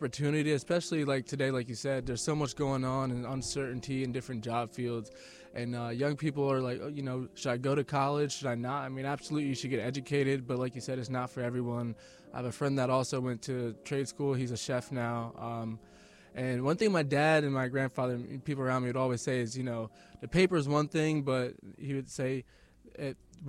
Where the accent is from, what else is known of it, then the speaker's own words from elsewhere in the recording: Glenelg, Maryland, United States; I'm from Howard County, Maryland, specifically Glenelg area. I grew up there all my life, and it's a great area to be in, great schools.